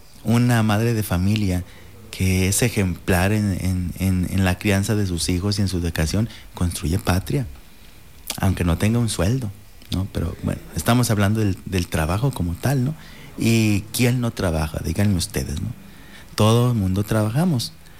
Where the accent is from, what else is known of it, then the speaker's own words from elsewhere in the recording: Mexico; Nosotros como mexicanos